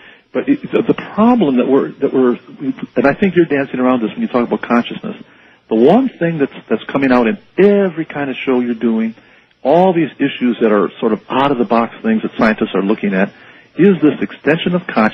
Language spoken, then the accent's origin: English; Hawaii, United States; Start, and listen to my view, speaking as Hawaiian and as a doctor, start looking to a generation of the heart.